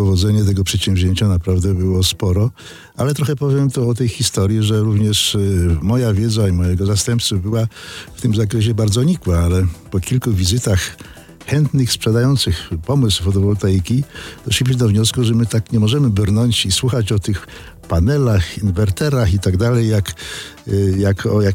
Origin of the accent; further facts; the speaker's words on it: Szczecin, West Pomeranian Voivodeship, Poland; jestem też szczecinianinem